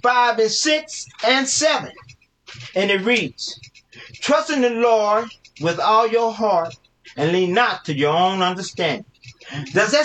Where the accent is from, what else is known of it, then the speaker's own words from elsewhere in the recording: Oklahoma City, Oklahoma, United States; I'm talking about myself. I'm from Oklahoma City, Oklahoma.